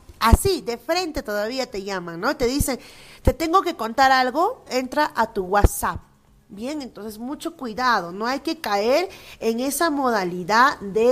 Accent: Peru; que como peruanos también nosotros lo tenemos que tener en conocimiento.

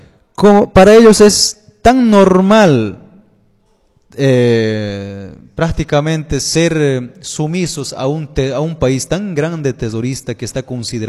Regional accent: Bolivia

